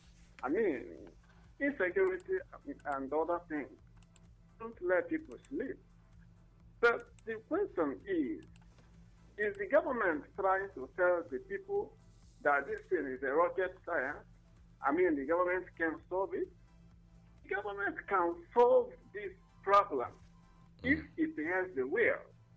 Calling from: Ogun, Nigeria; I'm reaching you from Ogun.

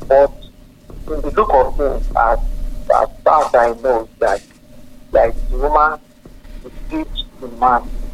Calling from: Nigeria; from Owuru.

